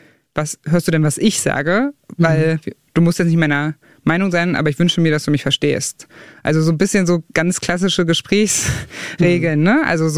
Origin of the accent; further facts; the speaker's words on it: Saxony-Anhalt, Germany; dass da in Teilen Ostdeutschlands und Sachsen-Anhalt und der Altmark, wo ich herkomme, dass da so eine Parallelöffentlichkeit und Parallelwelt so ein bisschen entsteht